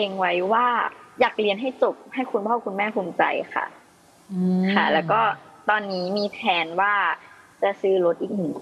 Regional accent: Phang Nga, Thailand; หนูต้องบอกว่าแม่หนูเป็นคนอีสานค่ะอุดรค่ะแต่พ่อต้องอยู่ภาคใต้ค่ะ

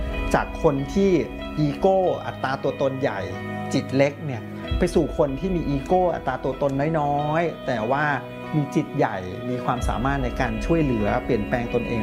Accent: Bangkok, Thailand; เป็นเด็กกรุงเทพครับเกิดและโตที่กรุงเทพที่บ้านเนี่ยให้ความสำคัญกับการเรียนรู้มาก

